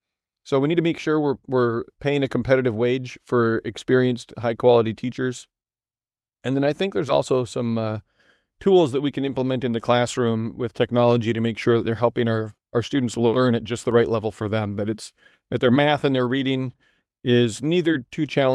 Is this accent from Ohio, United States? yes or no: no; Decorah, Iowa, United States; You know, when I was growing up in Decorah, we were always at the top, and now we're in the bottom half. We're literally losing to Nebraska. Kind of frustrating as an Iowan.